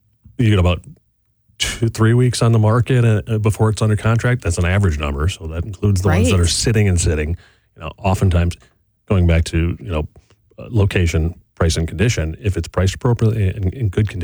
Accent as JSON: {"language": "English", "town": "Whitefish Bay", "region": "Wisconsin", "country": "United States", "tie": "born or raised there", "lives_now": "Wauwatosa, United States", "said": "Yeah. You know, I grew up in Whitefish Bay. I live in Wauwatosa now."}